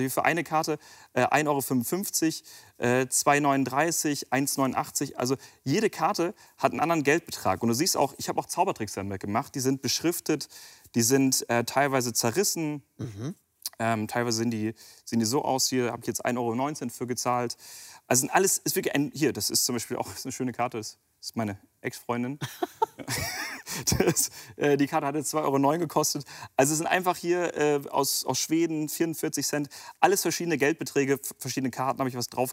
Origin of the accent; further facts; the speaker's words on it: Japan; German is a second language; ihr mich hier seht und ich Englisch spreche, aus wo ich herkomme, ne? Ich bin Japaner.